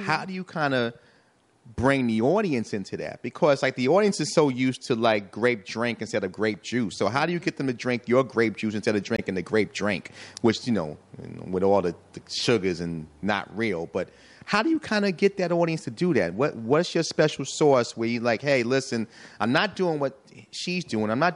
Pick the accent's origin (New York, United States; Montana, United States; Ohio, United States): New York, United States; I want to go back to growing up in New York, because we're all from New York here. Three or four of us are from the Bronx, the borough itself.